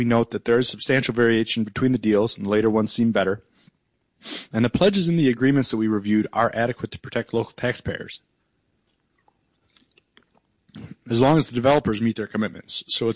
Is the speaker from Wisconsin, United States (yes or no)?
yes; Beaver Dam, Wisconsin, United States; In fact, I grew up in Beaver Dam. I can almost guarantee you that the leaders of Beaver Dam would not make that choice.